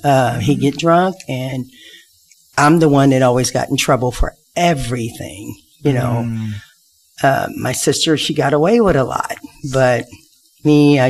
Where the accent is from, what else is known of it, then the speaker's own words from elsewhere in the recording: Evansville, Indiana, United States; also born or lived in Henderson, Kentucky; I am the oldest of two girls. Both my parents decided to move to Evansville. And we were raised here.